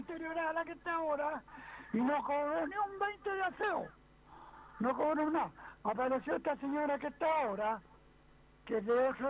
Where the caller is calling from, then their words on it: Quilpué, Valparaíso, Chile; De Quilpue.